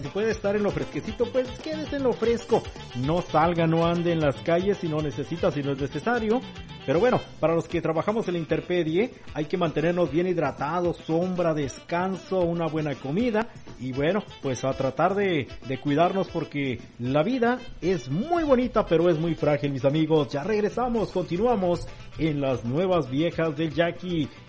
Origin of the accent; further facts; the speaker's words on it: Mexico; soy la única mexicana, hello.